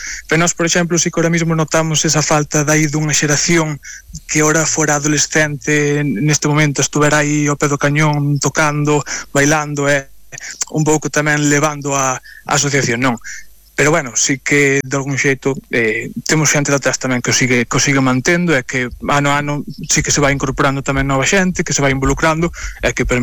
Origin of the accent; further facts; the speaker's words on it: Palas de Rei, Galicia, Spain; eu realmente son de Pales de Rei, non son de Antas de Ulla.